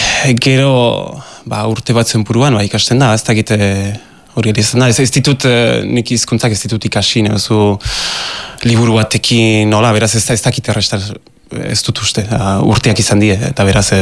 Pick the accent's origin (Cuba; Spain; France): France; Biriatou, Nouvelle-Aquitaine; also born or lived in Australia; iru urtere ez nituen Europarat etorri gineleik eta ondotik biriatu endaia inguruan azia eta bai, bidaso ingurukoa beraz.